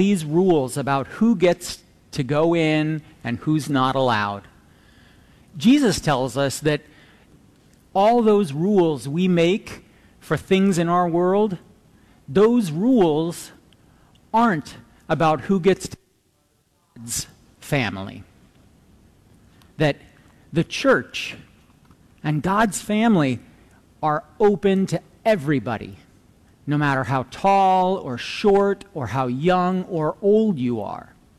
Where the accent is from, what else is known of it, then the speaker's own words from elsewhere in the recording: Ohio, United States; I went with my kids back to the town I grew up in Ohio, last week.